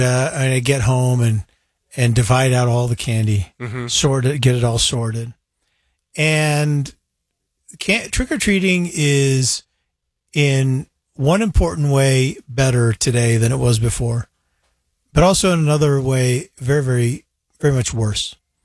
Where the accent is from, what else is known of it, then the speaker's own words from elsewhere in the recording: Salt Lake City, Utah, United States; maybe this is just me defending my hometown, but when I saw this safehome.org promoting Salt Lake as one of the five most dangerous places to trick or treat